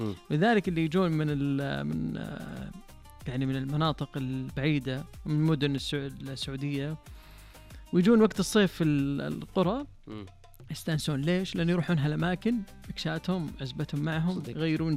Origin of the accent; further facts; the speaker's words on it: Saudi Arabia; أنا ودي تجينا هناك ديرتي